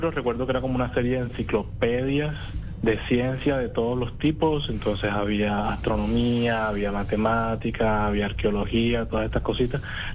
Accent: Cartagena, Bolívar, Colombia; Yo nací, mis primeros años fue en La Esperanza. Ajá. Luego nos mudamos para el barrio de Los Alpes. Allá sí. viví casi toda mi infancia y parte de mi adolescencia.

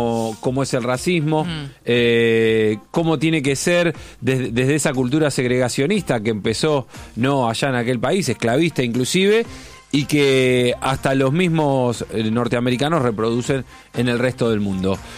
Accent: Argentina; el concepto que tenemos como afrodescendientes argentinos en este concepto más político y esta realidad que nos toca vivir aquí en la Argentina donde existe el racismo.

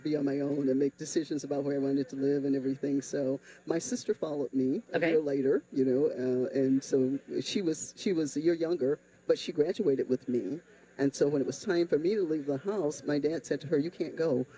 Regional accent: Alabama, United States; moved away as an adult; also born or lived in Elgin; now in McHenry County, United States; It is. I moved to Illinois when I was 18.

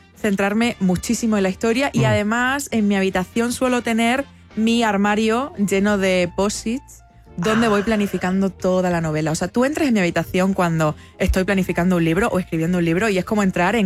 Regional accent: Almendralejo, Extremadura, Spain; now in Seville, Spain; tengo mi lugar en el mundo tanto en Almendralejo, en mi pueblo natal, como en Sevilla, que es donde vivo actualmente, ¿no?

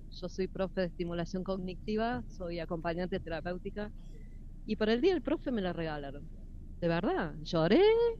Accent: Córdoba, Argentina; Mi casa natal está de acá, del nuevo centro, 4 cuadras para arriba, en lo que era el pasaje San Juan.

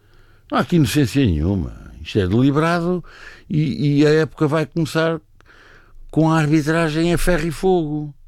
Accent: Portugal; Não, nós somos portugueses, estamos de visita, estamos cá a fim de semana.

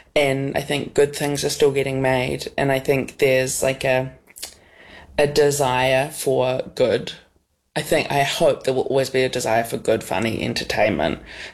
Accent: New Zealand

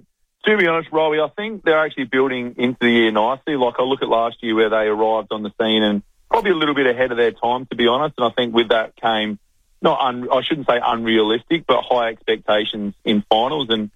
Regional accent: South Australia, Australia; I was absolutely a footy nuffy growing up in Drossen, and not only just the showdowns, I used to love, what a big memory of mine is in the SANFL

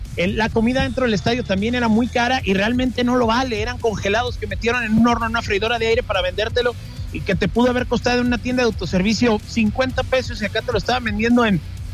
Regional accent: Mexico

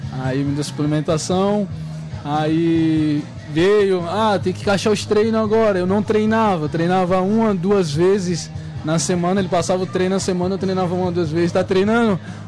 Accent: Teofilândia, Bahia, Brazil; moved away as an adult; now in Florianópolis, Brazil; Eu sou de Teofilândia.

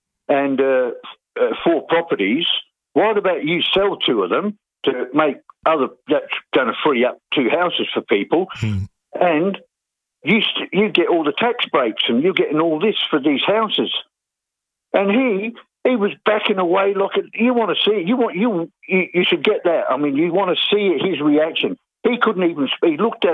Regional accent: Burundi; now in South Africa; And I've just opened up a shop. I come from Burundi, and I thought my family would be here.

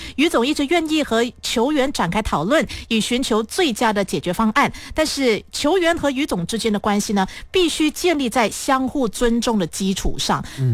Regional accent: Malaysia; 我们也希望2028年能够实现我们马来西亚人的愿望

